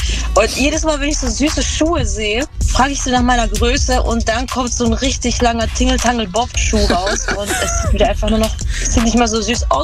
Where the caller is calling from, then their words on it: Berlin, Germany; aus Langwitz.